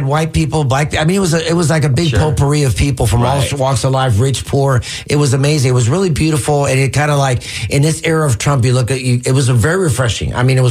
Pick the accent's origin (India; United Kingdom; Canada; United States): United States; Florida; I was born and raised in Florida.